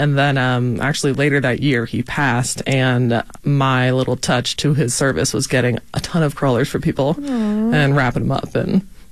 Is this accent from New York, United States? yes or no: no; Wisconsin, United States; So I grew up on South Side, like, Bayview, St. Francis area, and my parents' home has a stained glass window